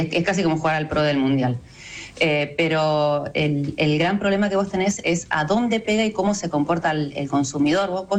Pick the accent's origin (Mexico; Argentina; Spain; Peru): Argentina; somos argentinos